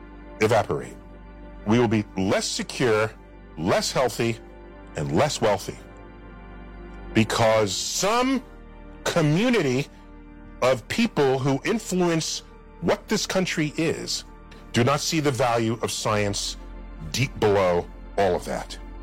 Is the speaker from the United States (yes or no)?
yes; United States; But as an American, I like baseball, I eat hot dogs, and I eat apple pie. Yeah, I'm American.